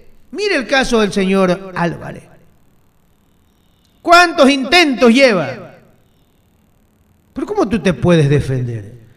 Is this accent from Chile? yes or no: no; Ecuador; Somos los ecuatorianos